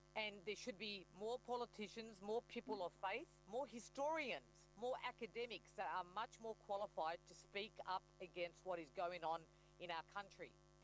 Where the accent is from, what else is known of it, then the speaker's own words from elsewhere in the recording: Australia; I said, I'm not Jewish. I'm just an Australian.